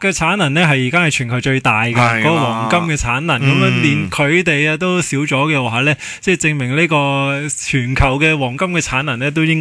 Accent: Hong Kong; 我哋香港人

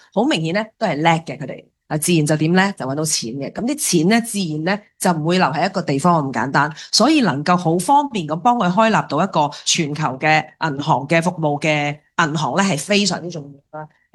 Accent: Hong Kong; 其实我系香港人啦。

